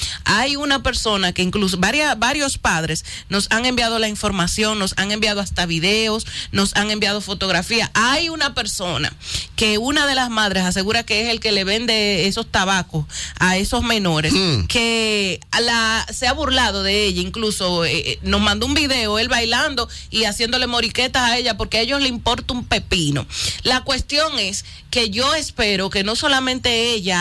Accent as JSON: {"language": "Spanish", "country": "Dominican Republic", "said": "conociéndonos como somos los dominicanos"}